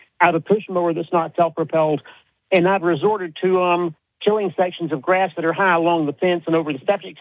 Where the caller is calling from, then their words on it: Plant City, Florida, United States; I'm in Plant City, and not that it makes a big difference, but I'm just a little east of the city limits. I can reach over the back of my fence because I'm west of that trailer park that's in the city limits.